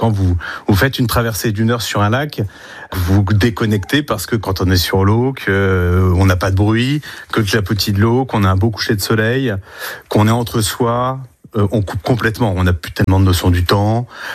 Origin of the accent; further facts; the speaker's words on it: Grand Est, France; born there; moved away; moi je suis au Marnais, ça fait plusieurs dizaines d'années maintenant que j'ai quitté la Haute-Marne, et voilà, j'avais à cœur de réinvestir sur ce territoire qui m'a vu naître.